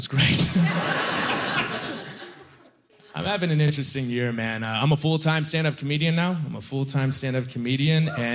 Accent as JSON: {"language": "English", "town": "Halifax", "region": "Nova Scotia", "country": "Canada", "tie": "born or raised there", "said": "But I grew up here my whole life in Nova Scotia. Halifax, Nova Scotia. I grew up in Halifax, Nova Scotia. I grew up here my whole life."}